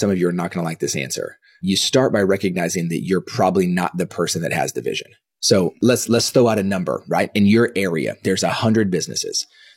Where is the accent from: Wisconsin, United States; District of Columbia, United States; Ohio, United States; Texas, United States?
Texas, United States; Dallas; also born or lived in Kansas; So I was born in 1983. I was born in Kansas. I only lived there about a week. Came back to Dallas